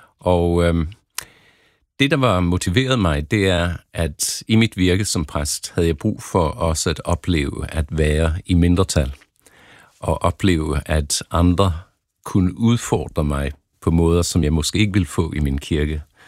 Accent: Australia; now in Denmark; Ja, jeg kom til Danmark fra Australien i sin tid

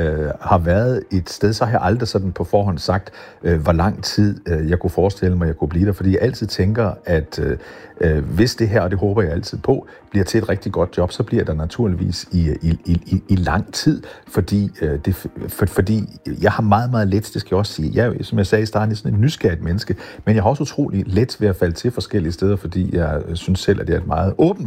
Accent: Skagen, North Denmark Region, Denmark; born there; moved away as an adult; also born or lived in Nibe / Suldrup, Himmerland; now in Bornholm, Denmark; nu sagde du, at jeg var født i Nibe. Det var tilfældigt, fordi vi boede faktisk i Skagen, da jeg var barn.

